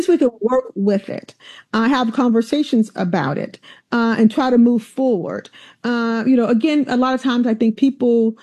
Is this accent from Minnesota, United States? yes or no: no; Alabama, United States; growing up in Alabama, there's some spaces and places that I will never probably ever be comfortable